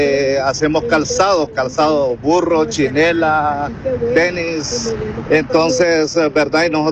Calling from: La Esperanza, Intibucá, Honduras; ya salgo para mi pueblo

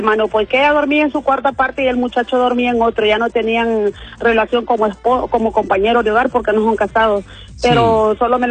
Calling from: Honduras; de aquí de Gracia.

